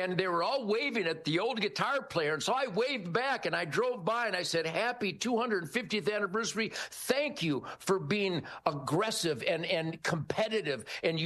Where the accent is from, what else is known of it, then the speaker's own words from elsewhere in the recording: Detroit, Michigan, United States; born there; I was born in Motown.